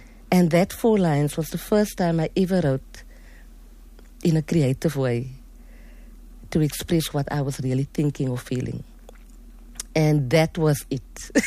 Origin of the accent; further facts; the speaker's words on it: Mitchells Plain, Western Cape, South Africa; And growing up in Mitchell's Plain and having to deal with the social ills and then the station strangler. And I grew up in that era.